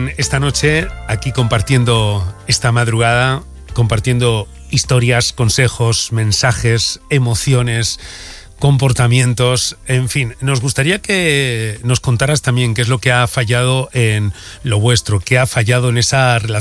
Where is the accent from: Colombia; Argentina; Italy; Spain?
Spain; Burgos, Castile and León; Lourdes, sabéis que es una corresponsal nuestra, de mi tierra concretamente, de Burgos